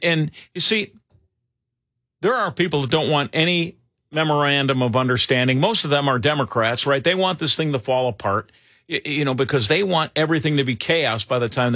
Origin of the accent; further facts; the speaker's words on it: West Chicago, Illinois, United States; also born or lived in Winfield; I'm from West Chicago and Winfield. It's a rough and tumble streets of that area.